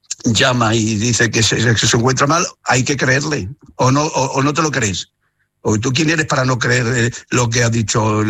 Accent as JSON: {"language": "Spanish", "country": "Spain", "said": "yo siento pena, pero siento pena como español"}